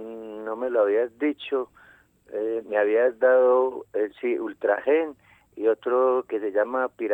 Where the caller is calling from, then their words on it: Copacabana, Antioquia, Colombia; de Copacabana.